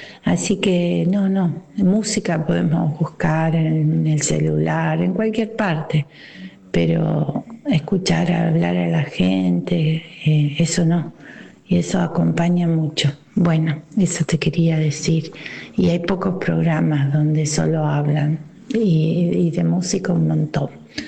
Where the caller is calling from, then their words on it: Rosario, Santa Fe, Argentina; de Rosario nuevamente